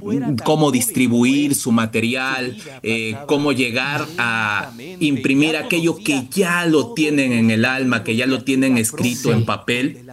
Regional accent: Veracruz, Mexico; Somos todos veracruzanos

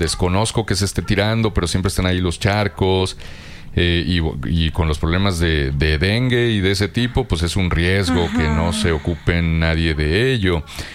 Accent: Chihuahua, Mexico; Y quiero decir que en mi foto de la credencial de la UAI allá cuando era niño en Chihuahua, salgo con la del Santos, ¿eh? Así es que ahí combinando mis dos orígenes.

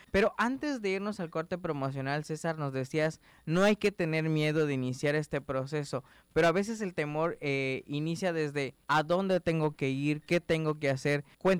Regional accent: Mexico; como mexicanos creo yo

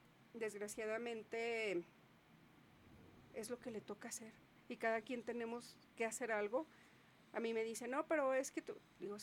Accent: Fresnillo, Zacatecas, Mexico; born there; now in Zacatecas, Mexico; Yo no soy de aquí, yo nací en Fresnillo, pero a mí me encanta la ciudad. Claro. Me encanta Zacatecas, yo aquí estoy desde que estuve estudiando

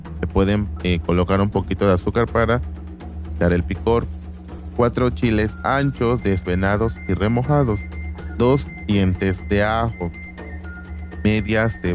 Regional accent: Mexico; estas festividades que se realizan en nuestro país y el cual disfrutamos mucho todos los mexicanos

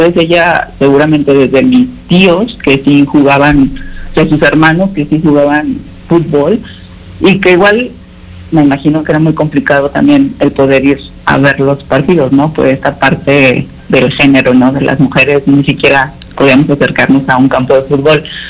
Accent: León, Guanajuato, Mexico; born there; soy nacida en León, entonces en León la afición por el fútbol es así como una exageración

